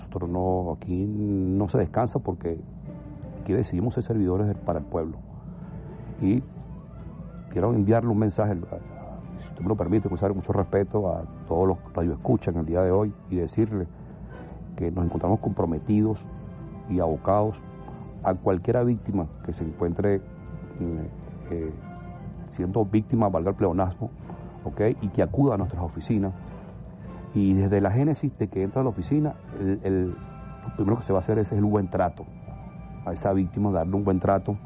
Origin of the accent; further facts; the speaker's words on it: Caracas, Capital District, Venezuela; De Caracas, sí, señor.